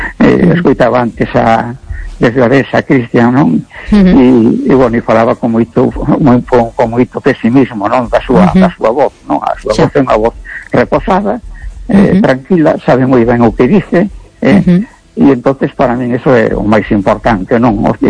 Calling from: A Coruña, Galicia, Spain; de Coruña.

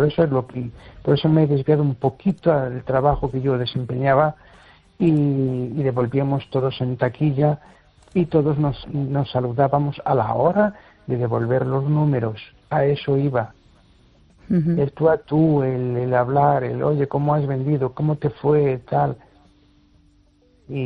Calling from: Amoeiro, Galicia, Spain; de Un Pueblo de Amoiro

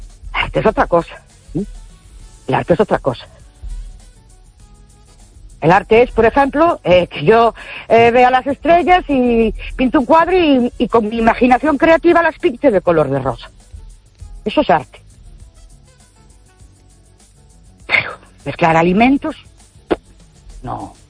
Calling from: Ourense, Galicia, Spain; Buenas noches … de Ourense.

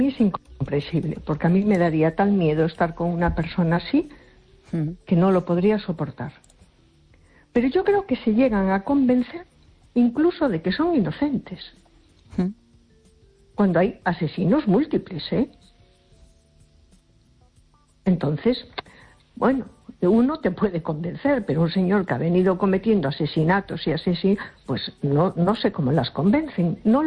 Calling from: A Coruña, Galicia, Spain; de Coruña.

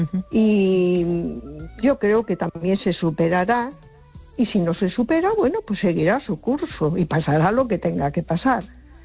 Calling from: A Coruña, Galicia, Spain; de Coruña.

